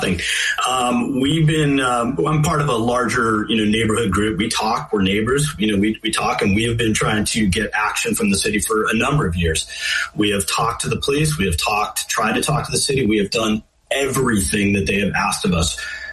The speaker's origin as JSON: {"language": "English", "town": "Los Angeles", "region": "California", "country": "United States", "tie": "born or raised there", "said": "So I grew up in Los Angeles in the 80s."}